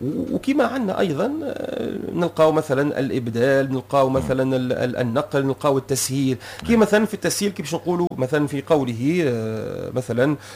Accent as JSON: {"language": "Arabic", "country": "Tunisia", "said": "عندنا في تونس"}